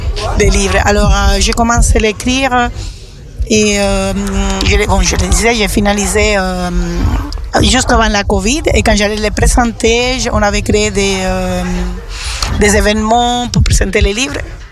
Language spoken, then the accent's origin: French; Cuba; moved away as an adult; now in France; Je viens de Cuba, une petite île dans les Caraïbes, la plus grande des Antilles. Je suis antillaise, je suis cubaine, je suis caribienne, je suis française aussi parce que j'ai la double nationalité.